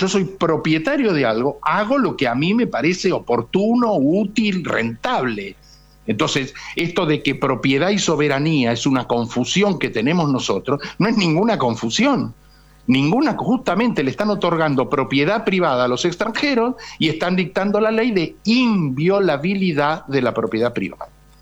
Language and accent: Spanish; San Luis, Argentina; Yo soy de San Luis